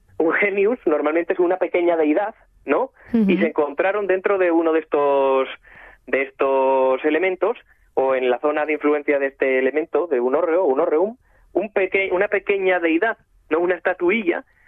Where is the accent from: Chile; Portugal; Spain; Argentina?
Spain; Asturias; Y es parte de nuestra identidad como asturianos, está claro.